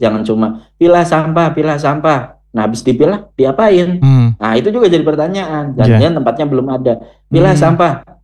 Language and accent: Indonesian; Central Java, Indonesia; accent: Javanese Ngapak; Kita wong Jawa Tengah ngomongnya Jowo